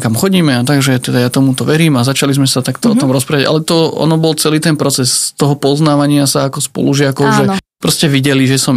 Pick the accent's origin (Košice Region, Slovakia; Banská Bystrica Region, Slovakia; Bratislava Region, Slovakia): Bratislava Region, Slovakia; Modra; Pochádzam z Modrí, z kresťanskej rodiny.